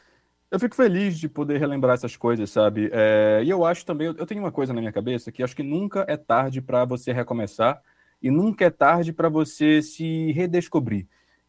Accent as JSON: {"language": "Portuguese", "town": "Belém", "region": "Pará", "country": "Brazil", "moved": "as an adult", "lives_now": "Rio de Janeiro, Brazil", "said": "eu sou um ator do Norte, né? Originalmente sou de Belém do Pará."}